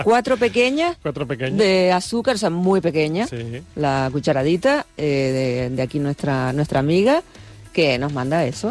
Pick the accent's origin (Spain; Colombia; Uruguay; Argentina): Spain; La Palma, Canary Islands; No, en La Palma decimos tuno.